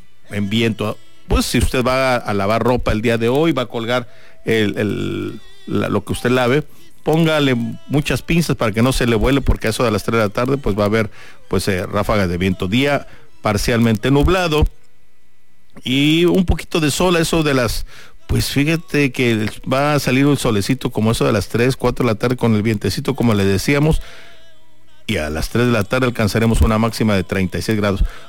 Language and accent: Spanish; Mexico